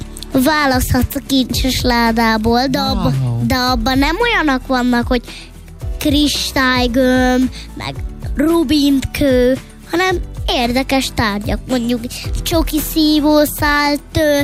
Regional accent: Ukraine; now in Budapest, Hungary; Hát, nagyon különleges lett, de én Ukrajnából származok, és Ukrajnában születtem.

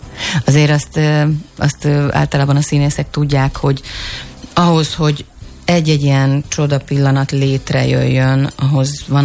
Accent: Hungary; first language Hungarian; Nekem nagyon fontos az anyanyelvem. Játszottam én is külföldi filmben, koprodukcióban, beszéltem szinkronban németül, de nekem nagyon fontos a magyar

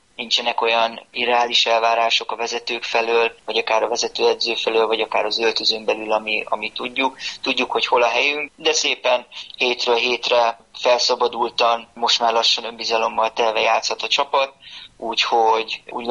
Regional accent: Karcag, Jász-Nagykun-Szolnok, Hungary; amikor még a Ferencváros is játszott karcagon, én akkor labdaszedő voltam, tehát én ebbe a közegben nőttem fel, akkor nagyon nagy futballőrület volt karcagon

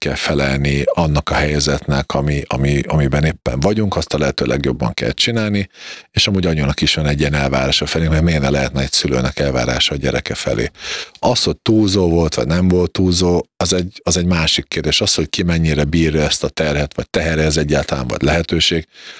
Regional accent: Komárno, Nitra Region, Slovakia; first language Hungarian; moved away; Komárnó az a Duna és a Vág között van, és ugye a határon van, tehát ha kimész a Dunapartra, akkor átlátsz Komáromba.

